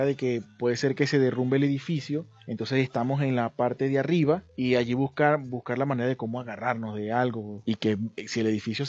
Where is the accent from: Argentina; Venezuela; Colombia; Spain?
Venezuela